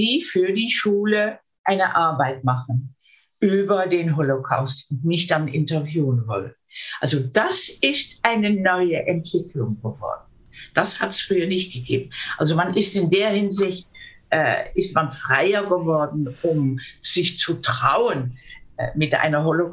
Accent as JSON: {"language": "German", "country": "Netherlands", "second_language": "German", "said": "ich bin ja Niederländerin, ab und zu ist es nicht so einfach, um mich auf Deutsch richtig auszudrücken"}